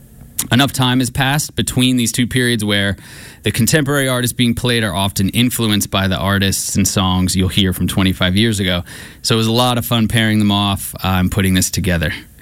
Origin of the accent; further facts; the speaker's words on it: Ocean Township, New Jersey, United States; When I was growing up in Ocean Township